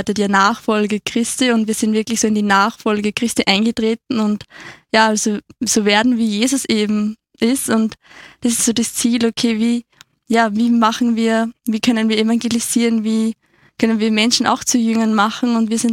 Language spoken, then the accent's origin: German; Oberndorf, Lower Austria, Austria; bin 21, komme aus Niederösterreich, aus Oberndorf.